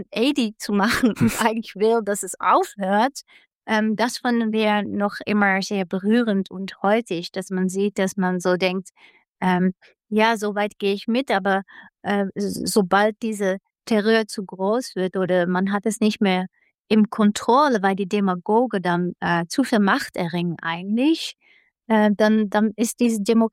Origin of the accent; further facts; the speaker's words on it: Netherlands; German is a second language; Ich komme ja aus den Niederlanden, so für mich war das relativ unbekanntes Stoff. So, ich bin da nicht in der Schule mit aufgewachsen